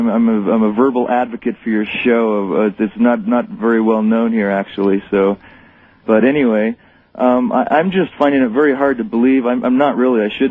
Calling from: Utah, United States; from Utah.

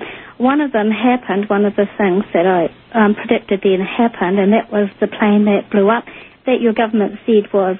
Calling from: New Zealand; I'm phoning from New Zealand.

